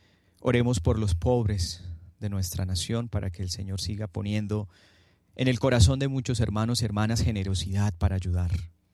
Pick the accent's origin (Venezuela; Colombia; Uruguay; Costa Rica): Colombia